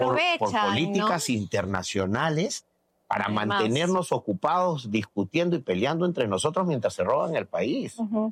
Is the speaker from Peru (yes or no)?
yes; Peru; O sea, nosotros somos peruanos, no somos tibios y vamos a ir hasta el final